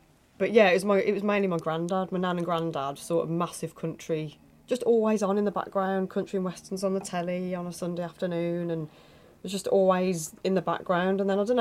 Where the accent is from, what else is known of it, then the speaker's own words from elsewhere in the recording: Wolverhampton, West Midlands, United Kingdom; I'm from Bushbury.